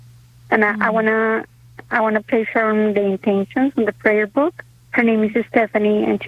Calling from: Boca Raton, Florida, United States; I'm calling from Boca Raton, Florida.

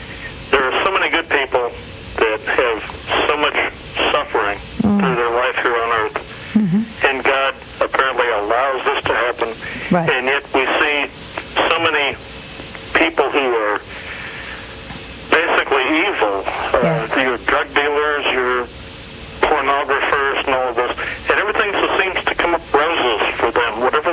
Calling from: Springfield, Illinois, United States; Springfield, Illinois.

